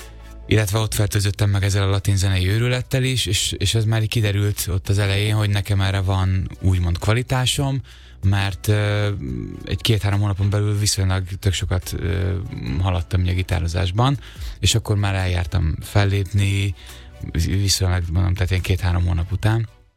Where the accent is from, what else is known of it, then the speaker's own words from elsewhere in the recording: Szentes, Csongrád-Csanád, Hungary; born there; 2002-ben, igen. Szentesen.